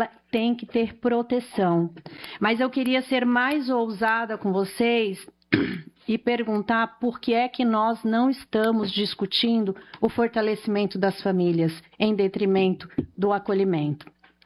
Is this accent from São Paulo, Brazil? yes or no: yes; São Paulo, Brazil; Eu sou da região de Emboimirim